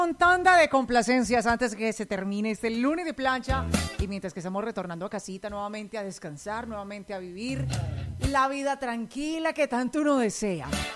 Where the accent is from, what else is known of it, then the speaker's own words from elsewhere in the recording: Cali, Valle del Cauca, Colombia; yo soy caleña